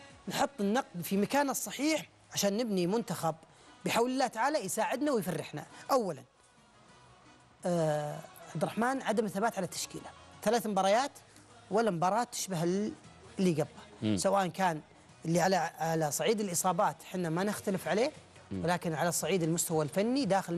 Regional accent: Saudi Arabia; هنا عندنا في المملكة العربية السعودية

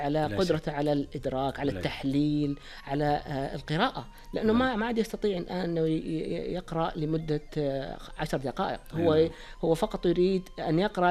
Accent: Saudi Arabia; وأعتقد عندنا بالسعودية هنا

